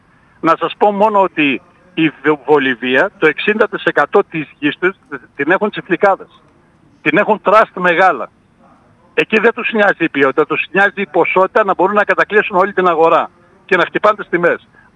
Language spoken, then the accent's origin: Greek; Greece; Είμαστε μια άλλη πάστα. Όχι γιατί είμαστε Έλληνες